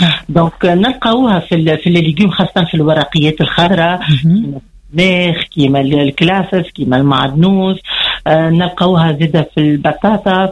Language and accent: Arabic; Tunisia; راهو في تونس ناكلوا اكثر برشا.